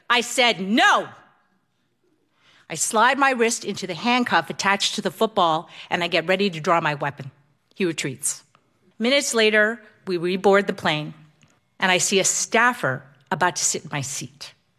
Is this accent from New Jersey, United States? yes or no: yes; New Jersey, United States; I'm from New Jersey.